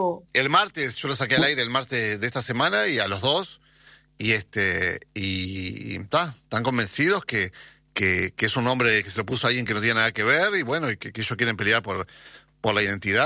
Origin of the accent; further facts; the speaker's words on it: Juan Lacaze, Colonia, Uruguay; born there; los que nacimos y vivimos, o somos lacasinos, que estemos trabajando afuera, pero los que nacimos en Juan Lacase.